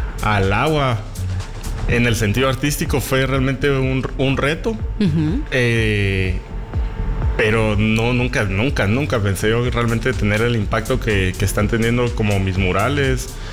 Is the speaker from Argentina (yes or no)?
no; Mixco, Guatemala Department, Guatemala; Yo soy de Misco.